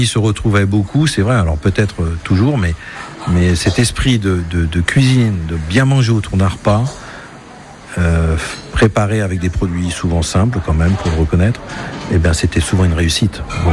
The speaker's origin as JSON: {"language": "French", "region": "Brittany", "country": "France", "said": "je viens de Bretagne, donc je cuisine beaucoup au beurre"}